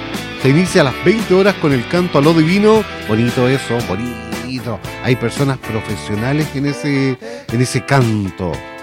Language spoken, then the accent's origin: Spanish; Chile; also born or lived in Arica, Chile; Somos chilenos, bailamos cueca, tomamos chicha, vino, empanas caldúa, bailes altiplánicos. Con todo el respeto que se merecen en nuestro país, yo habiendo vivido en el norte, mi corazón es nortino, viví en Arica, sueño, amo volver a Arica